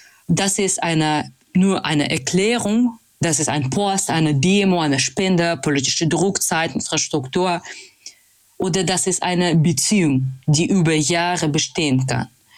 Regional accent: Russia; German is a second language; now in Hamburg, Germany; Ich komme aus Russland, tatsächlich einer Stadt, das hat eine Vollinvasion, Aggression gegen Ukraine gemacht. Ich lebe jetzt in Hamburg

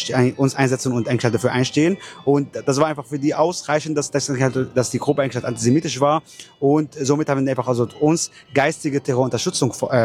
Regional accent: Palestine; beziehungsweise ich auch als Palästinenser, haben das Recht eigentlich halt auf Rückkehr nach Palästina

